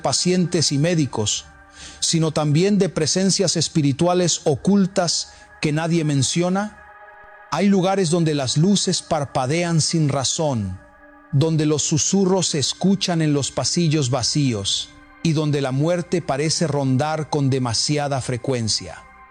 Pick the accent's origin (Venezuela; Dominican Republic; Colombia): Dominican Republic; soy de República Dominicana